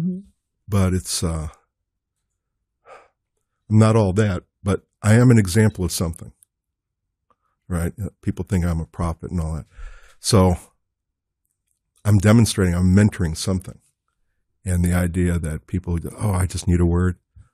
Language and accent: English; New Jersey, United States; I mean, I can do it, even though I'm from New Jersey. I can do it.